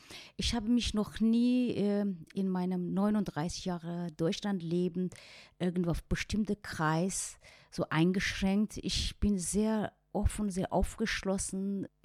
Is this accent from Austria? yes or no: no; Iran; German is a second language; moved away as an adult; now in Germany; wenn ich als Iranerin darauf verzichten muss